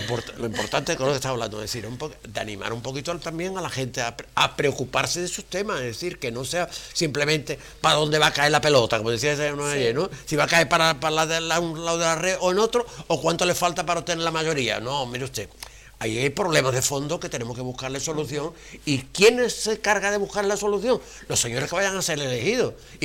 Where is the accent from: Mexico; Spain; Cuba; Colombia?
Spain; Andalusia